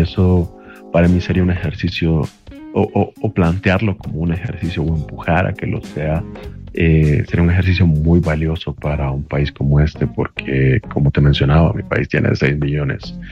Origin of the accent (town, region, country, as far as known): El Salvador; moved away